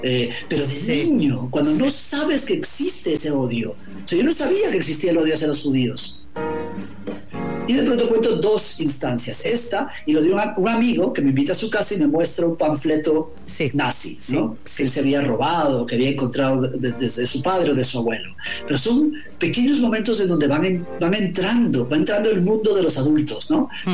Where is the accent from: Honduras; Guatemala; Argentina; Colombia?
Guatemala; moved away; Mis guatemaltecos, yo, sí, soy guatemalteco, claro, somos guatemaltecos